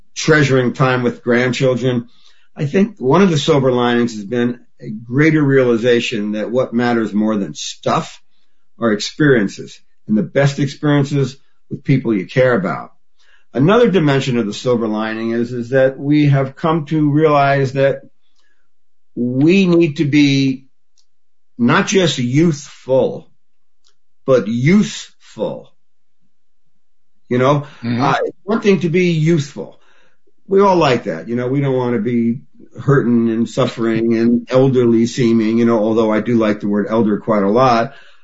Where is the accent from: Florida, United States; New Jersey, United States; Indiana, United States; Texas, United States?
New Jersey, United States; Newark; I grew up in Newark, New Jersey, and I was born in 1950.